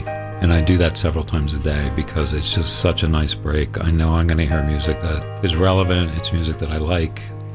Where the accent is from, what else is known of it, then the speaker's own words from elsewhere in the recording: Pennsylvania, United States; I'm from North Point Breeze.